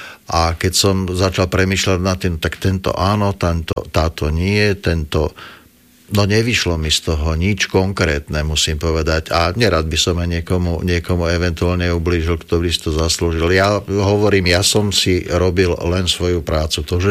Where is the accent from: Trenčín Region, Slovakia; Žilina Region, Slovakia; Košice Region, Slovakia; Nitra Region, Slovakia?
Košice Region, Slovakia; Košice; also born or lived in Bratislava; pretože naozaj odkedy už moji rodičia nežijú a teda svojím spôsobom nemám veľmi za kým chodiť dozvolená, tak som Košičan jednoducho.